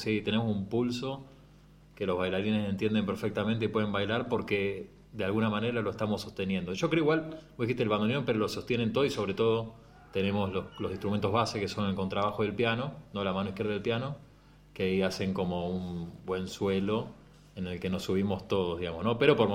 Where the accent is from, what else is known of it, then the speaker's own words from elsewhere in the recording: Buenos Aires, Argentina; now in San Luis, Argentina; yo soy de Buenos Aires, pero vivo en San Luis